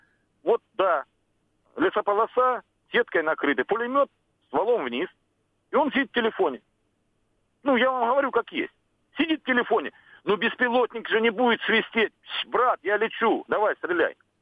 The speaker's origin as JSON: {"language": "Russian", "region": "Don", "country": "Russia", "said": "Честно сказать, я казак донской."}